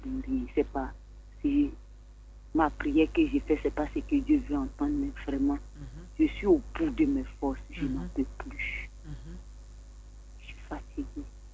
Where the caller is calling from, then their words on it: Abidjan, Côte d’Ivoire; je suis à la Riviera.